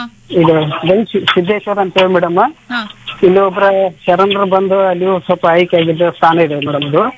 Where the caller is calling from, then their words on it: Murgod, Karnataka, India; ನಾವು ಬೆಳಗಾವಿ ಜಿಲ್ಲೆ ಸೌಂದರ್ಯ ತಾಲೂಕು ಮುರುಗೋಡದಿಂದ